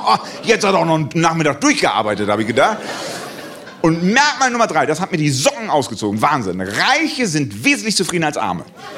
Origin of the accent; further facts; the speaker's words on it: Germany; für mich als Deutscher